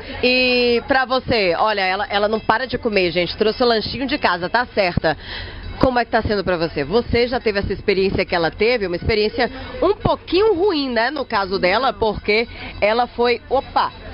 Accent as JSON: {"language": "Portuguese", "town": "Fortaleza", "region": "Ceará", "country": "Brazil", "moved": "yes", "said": "Eu também não perdi o sotaque, eu sou lá do Ceará, Fortaleza."}